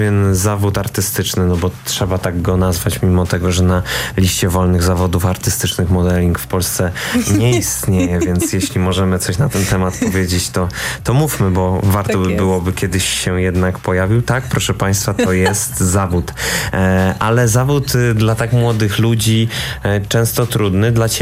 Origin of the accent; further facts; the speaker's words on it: Poznań, Greater Poland Voivodeship, Poland; Ja robiłem pokaz charytatywny w Poznaniu, z którego pochodzę, dla dzieci z domu dziecka